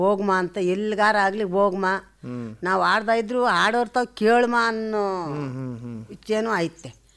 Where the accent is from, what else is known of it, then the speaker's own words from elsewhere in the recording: Gende Hosahalli, Karnataka, India; ಮಂಡ್ಯಕೊಪ್ಪಲ ಇತ್ತಲ್ಲ, ಅದರಿಂದ ಮುಂದಕ್ಕೆ ಬಂದು ರೋಡು ಗೆಂಡೆ ಹೊಸಳ್ಳಿ.